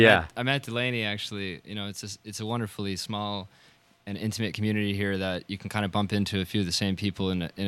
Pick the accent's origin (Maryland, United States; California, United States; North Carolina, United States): Maryland, United States; moved away as an adult; now in Rochester, United States; I'm originally from Maryland.